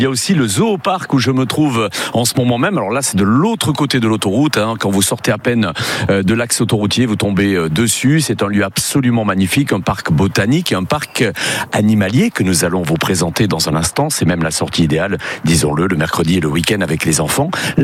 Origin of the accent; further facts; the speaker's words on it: Provence-Alpes-Côte d'Azur, France; une sacrée année qui a compté chez nous en Provence.